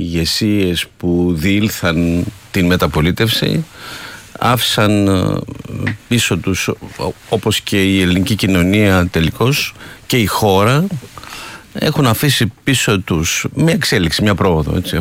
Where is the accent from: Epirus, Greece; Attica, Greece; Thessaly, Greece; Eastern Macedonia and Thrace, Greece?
Epirus, Greece; born or raised there; moved away